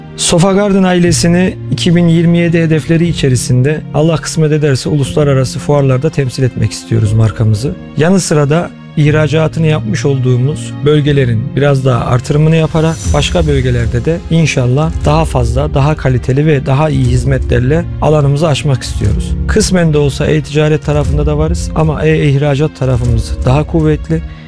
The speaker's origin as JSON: {"language": "Turkish", "region": "Kayseri", "country": "Turkey", "tie": "born or raised there", "said": "1988 Kayseri doğumluyum. İlk, orta, lise ve lisans öğretimimi Kayseri'de tamamladım."}